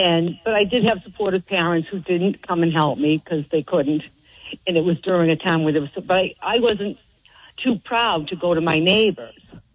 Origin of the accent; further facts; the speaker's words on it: Boston, Massachusetts, United States; I grew up in Boston, so I pretty much had no shame.